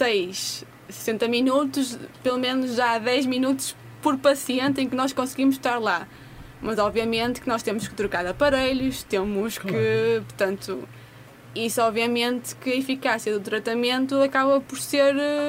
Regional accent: Matosinhos, Norte, Portugal; sou daqui de Matosinhos

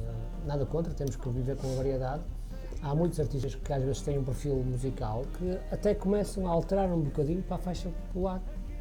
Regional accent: Porto, Norte, Portugal; nós somos do Porto

